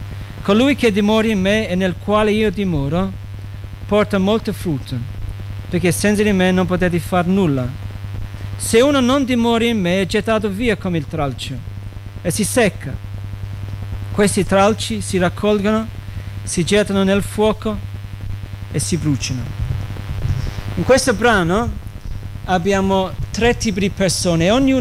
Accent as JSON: {"language": "Italian", "region": "London", "country": "United Kingdom", "tie": "born or raised there", "moved": "yes", "said": "Io sono cresciuto a Londra, una città. Mo vivo un po' in campagna"}